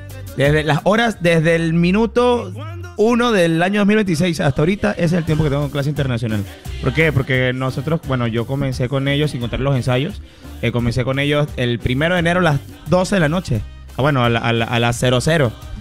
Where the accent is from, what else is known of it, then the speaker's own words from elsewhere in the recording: Venezuela; moved away as an adult; also born or lived in Piura; now in Lima, Peru; Yo soy de Venezuela.